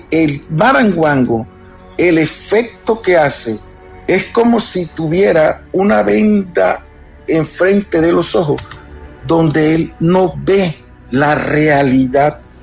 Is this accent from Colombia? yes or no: yes; Colombia; como hablamos acá en mi tierra, ya en Colombia